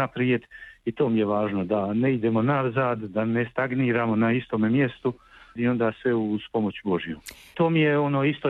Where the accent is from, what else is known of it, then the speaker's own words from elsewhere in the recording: Ljubuški, Federation of Bosnia and Herzegovina, Bosnia & Herzegovina; A Humac mi je inače i rodna župa, ja sam rodom iz Ljubuškoga, tako da mi je to sve domaće i drago